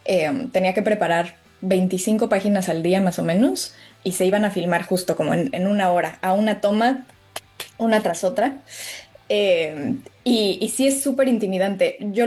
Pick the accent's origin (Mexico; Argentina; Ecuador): Mexico; now in United States; le hace mucho bien a nuestra identidad como mexicanos en Estados Unidos.